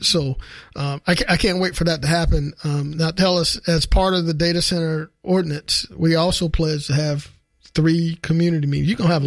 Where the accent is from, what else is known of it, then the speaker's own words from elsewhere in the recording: Augusta, Georgia, United States; I grew up in East Augusta. I recall where I grew up, all you would see were chemical smokestacks.